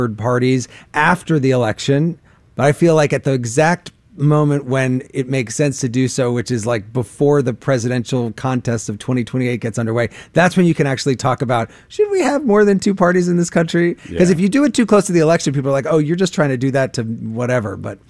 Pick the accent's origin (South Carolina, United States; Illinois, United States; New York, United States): Illinois, United States; I'm from Central Illinois, and it was about the geographic middle.